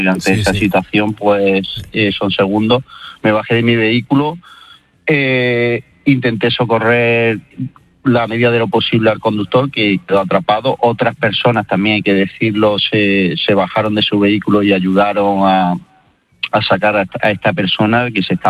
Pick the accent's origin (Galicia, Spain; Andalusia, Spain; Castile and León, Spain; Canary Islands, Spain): Andalusia, Spain; Loja; now in Almería, Spain; como bien ya le he dicho, soy natural de Loja y resido actualmente en Almería.